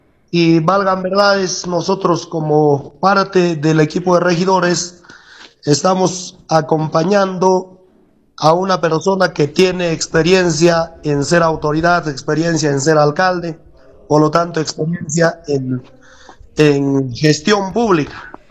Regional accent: Capacmarca district, Chumbivilcas, Cusco, Peru; soy del distrito de Capajmarca

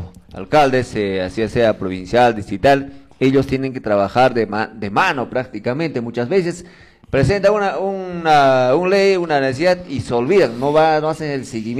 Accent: Chumbivilcas, Cusco, Peru; nosotros, hermanos, somos chumivilcanos y somos cusqueños

